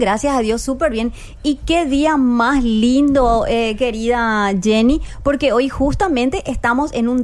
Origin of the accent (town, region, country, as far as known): Paraguay